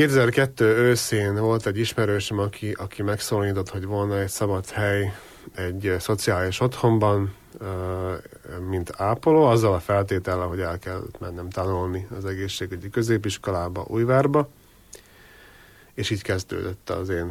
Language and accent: Hungarian; Kolárovo, Nitra Region, Slovakia; now in Komárno, Slovakia; Hát én Gutáról származom, ami ugye Komáromtól kb. 20 kilométerre van. Ott születtem egy abszolút nem zenei érdekeltséggel elállott családba.